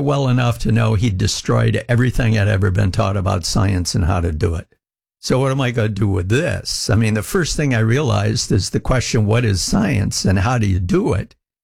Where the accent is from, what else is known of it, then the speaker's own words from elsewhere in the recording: Michigan, United States; Growing up, I grew up in Michigan, and I'm one of those weird kids that always knew what I wanted to be when I grew up